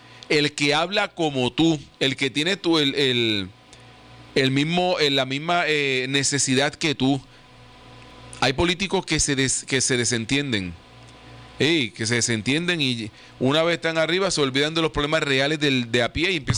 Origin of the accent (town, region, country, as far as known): Puerto Rico